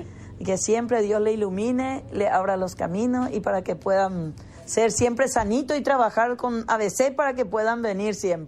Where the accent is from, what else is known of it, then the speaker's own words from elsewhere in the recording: Paraguay; born there; moved away; en mi pueblo, que es Apucú